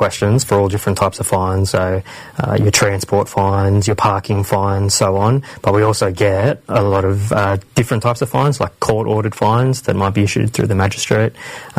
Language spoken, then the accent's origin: English; Western Sydney, New South Wales, Australia; I'm a proud Wiradjuri man. My family's from Cowra, but I was born and raised in Western Sydney.